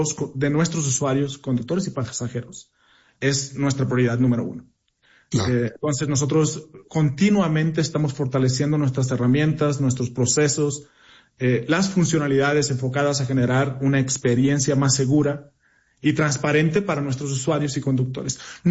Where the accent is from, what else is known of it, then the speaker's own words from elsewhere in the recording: Matamoros, Tamaulipas, Mexico; Yo soy de Matamoros, pero yo voy a Matamoros cada 2-3 semanas.